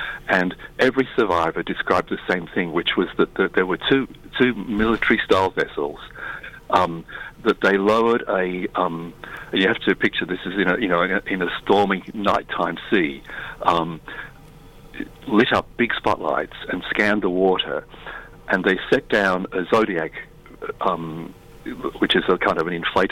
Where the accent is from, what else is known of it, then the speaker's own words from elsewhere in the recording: Australia; And to me, as Australian dad, I just thought